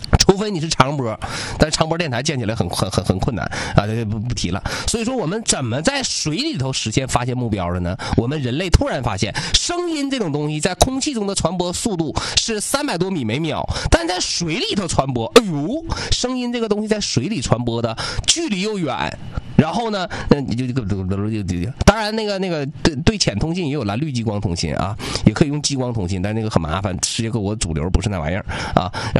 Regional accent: Jilin, China; 咱们吉林

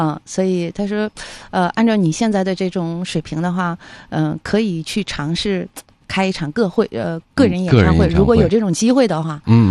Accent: Northeast China, China; 从小就是用咱们东北话讲嘛

